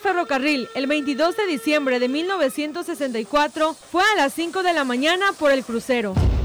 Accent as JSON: {"language": "Spanish", "region": "Tabasco", "country": "Mexico", "said": "soy tabasqueña de un Edén muy choco."}